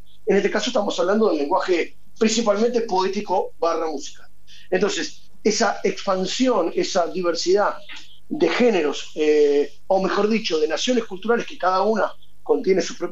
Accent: Temperley, Buenos Aires Province, Argentina; yo soy de Temperley, ¿no?

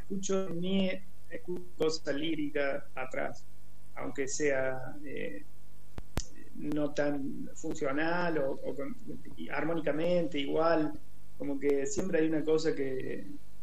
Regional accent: Córdoba, Argentina; yo soy de Córdoba.

